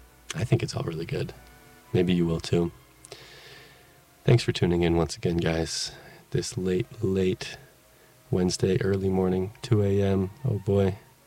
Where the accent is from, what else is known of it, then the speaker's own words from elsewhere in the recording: the Bay Area, California, United States; I'm from the Bay